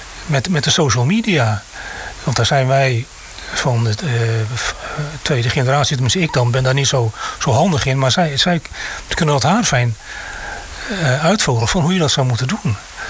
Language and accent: Dutch; Maluku, Indonesia; now in Netherlands; we als Molukkers een heel goed gevoel hebben van saamhorigheid.